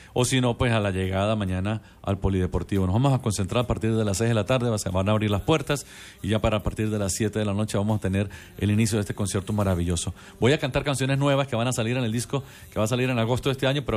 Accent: Venezuela; Yo soy venezolano

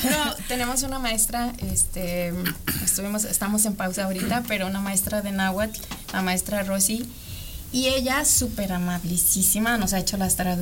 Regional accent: Mexico; me representan como mexicana

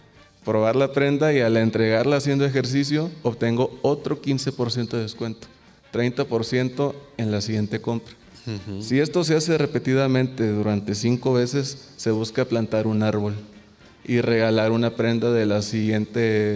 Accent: Poza Rica, Veracruz, Mexico; Yo vengo de Poza Rica, allá de hecho soy licenciado en Derecho.

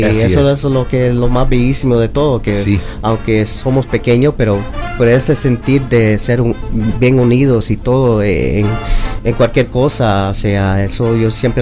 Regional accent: Eastern El Salvador, El Salvador; now in New York, United States; como yo soy de Oriente

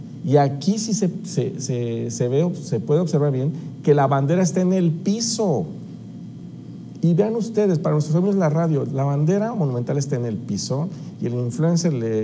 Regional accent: Mexico; Mi cuestionamiento es, como periodista, como ciudadano mexicano

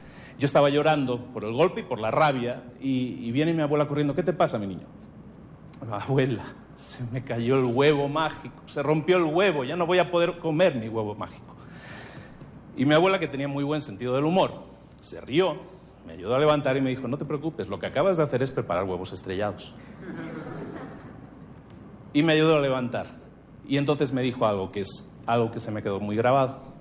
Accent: Barcelona, Catalonia, Spain; En Galicia, yo con 7 años, soy de Barcelona, pero los veranos los pasaba en Galicia. Y los pasaba con mi abuela.

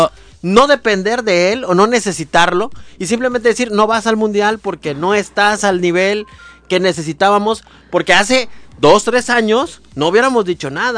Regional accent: Mexico

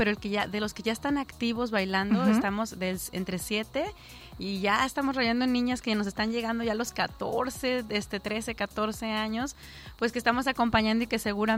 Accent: Colima, Mexico

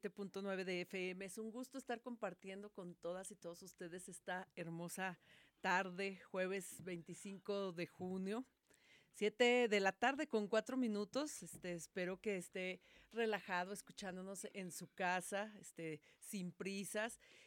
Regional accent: Mexico; somos mexicanos.

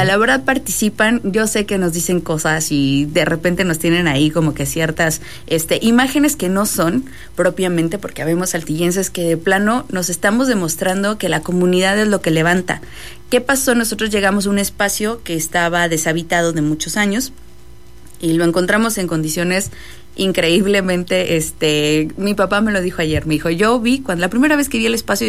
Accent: San Juan de la Vaquería, Coahuila, Mexico; yo vengo de San Juan de la Vaquería

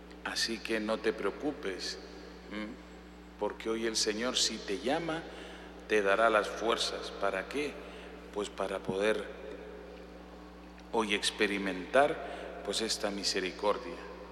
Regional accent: Honduras; como normalmente somos los hondureños

